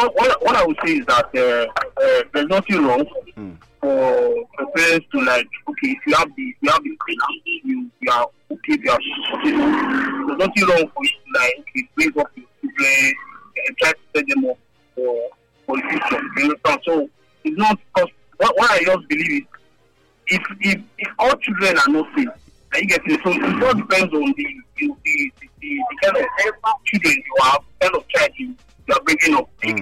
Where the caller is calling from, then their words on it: Benin; I'm from Benin.